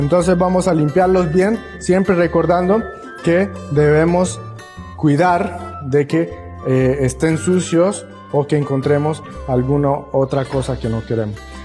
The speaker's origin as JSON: {"language": "Spanish", "country": "Venezuela", "said": "Soy de Venezuela y la verdad me ha encantado las riquísimas recetas que podemos encontrar ahí."}